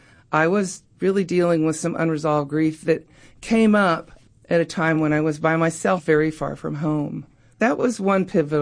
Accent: Oak Ridge, Tennessee, United States; born or raised there

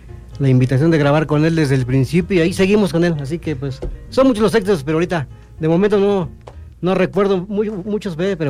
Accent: Tehuacán, Puebla, Mexico; vengo aquí, soy de Tehuacán.

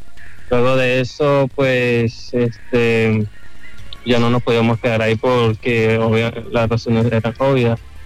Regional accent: Venezuela; moved away; Soy de Venezuela.

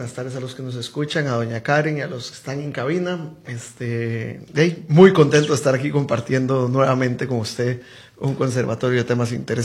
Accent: Costa Rica; moved away as an adult; now in Barcelona, Spain; soy un costarricense más, he trabajado en este maravilloso país la mayor parte, sin embargo también en Estados Unidos, en Colombia, en Honduras.

